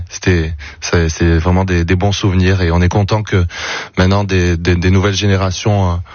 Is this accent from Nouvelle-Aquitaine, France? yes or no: no; Provence-Alpes-Côte d'Azur, France; moi je suis originaire du village de Bro dans le début du 04.